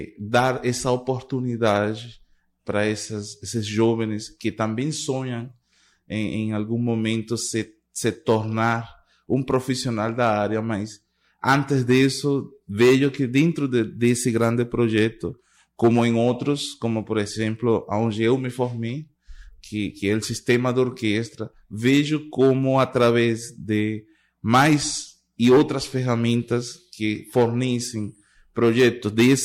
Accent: Venezuela; Portuguese is a second language; moved away as an adult; now in Brazil; Eu sou natural da Venezuela, formado no sistema de orquestra da Venezuela, e estou aqui apenas há 2 meses

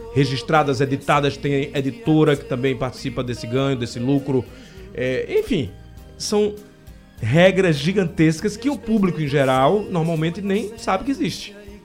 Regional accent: Pernambuco, Brazil; Não, deixa eu falar como um bom pernambucano.

